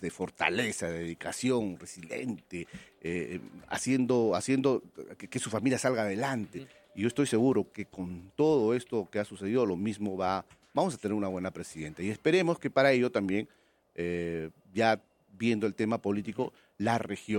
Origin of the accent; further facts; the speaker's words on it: Pasco, Peru; born there; Así que yo nací en Pasco, represento ahora a mi querida región, me siento un vecino de corazón.